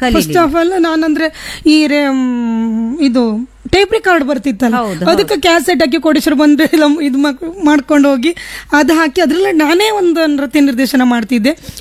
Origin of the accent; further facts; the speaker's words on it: Vakwadi, Karnataka, India; ನನ್ನ ಊರು ವಕ್ವಾಡಿ. ನಾನು ಎಲಿಮೆಂಟ್ರಿ ಎಲ್ಲ ವಕ್ವಾಡಿಯಲ್ಲೇ ಮಾಡಿದ್ದು.